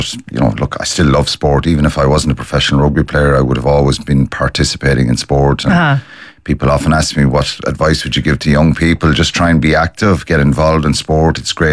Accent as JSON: {"language": "English", "region": "Tipperary", "country": "Ireland", "tie": "born or raised there", "said": "When I grew up in Tipperary, it was all about the hurling when I was young."}